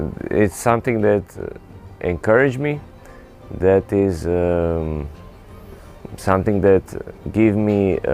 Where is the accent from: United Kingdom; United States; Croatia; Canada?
Croatia; Rijeka, Primorje-Gorski Kotar County; English is a second language; I am from Rijeka in Croatia.